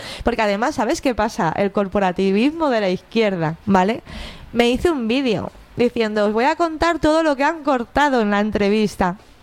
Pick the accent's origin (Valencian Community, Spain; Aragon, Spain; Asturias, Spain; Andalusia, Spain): Valencian Community, Spain; como valencianas deberíamos tener el listado de empresas que son de la familia Juan Roig